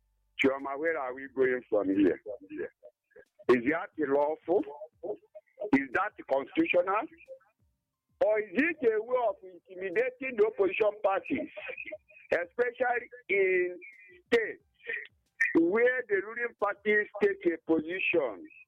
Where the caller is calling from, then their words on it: Isoko, Delta, Nigeria; I'm calling from Isoko, my non Chaluku community